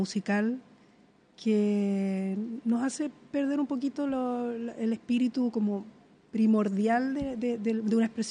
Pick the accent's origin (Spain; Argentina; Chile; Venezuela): Chile; Ella dejó una huella que nos identifica como chilenos.